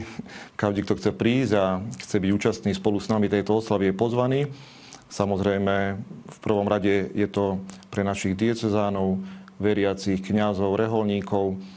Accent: Rožňava, Košice Region, Slovakia; Nakoľko som vyrastal v Rožňave

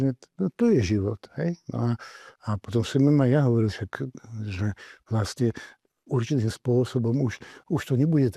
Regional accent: Vrútky, Žilina Region, Slovakia; born there; tam vo Vrútka sme boli Oravci.

